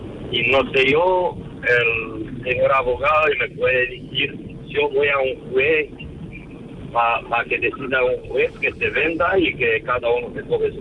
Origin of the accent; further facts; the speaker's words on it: Romania; Spanish is a second language; now in Spain; yo soy de Rumanía, acabo de divorciar hace 4 o 5 meses en mi país, donde claro, ahí ahí me casaron.